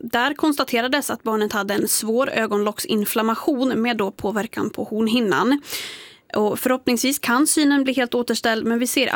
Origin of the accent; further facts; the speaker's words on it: Gävle, Gävleborg County, Sweden; now in Dalarna, Sweden; mitt hemlän är ju Gävleborg